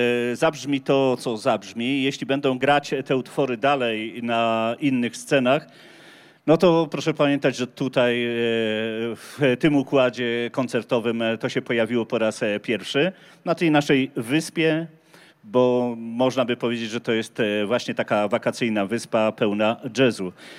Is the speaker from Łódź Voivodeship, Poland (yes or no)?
yes; Łódź, Łódź Voivodeship, Poland; Wszyscy jesteśmy z Łodzi.